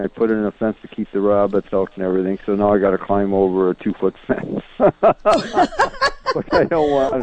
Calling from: Winnipeg, Manitoba, Canada; I'm calling from Winnipeg.

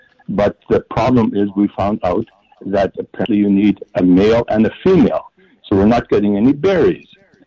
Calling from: Winnipeg, Manitoba, Canada; Actually, we live in East Kelowna in Winnipeg.

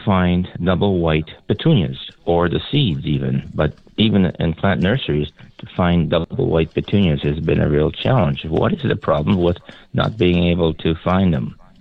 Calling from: Three Hills, Alberta, Canada; Calling from Three Hills, Alberta.

